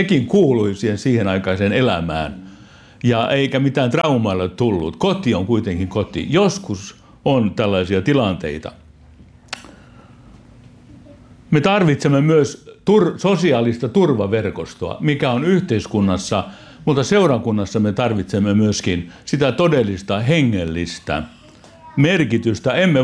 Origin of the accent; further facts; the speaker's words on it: Perniö, Southwest Finland, Finland; Meillä Perniössä äiti oli kaupassa töissä ja isä valtion rautateissä ja asuimme valtion omistamassa talossakin.